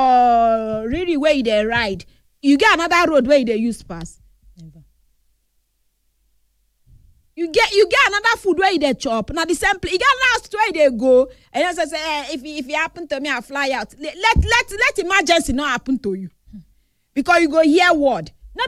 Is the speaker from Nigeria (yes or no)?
yes; Nigeria; just because I'm Nigerian. God forbid that me being a part of this nation be a curse on me.